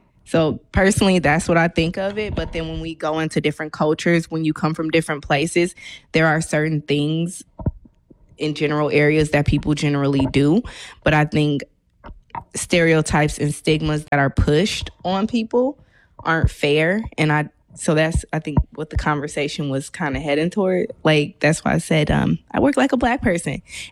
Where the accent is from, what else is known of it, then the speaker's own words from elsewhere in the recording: United States; So I feel like as African American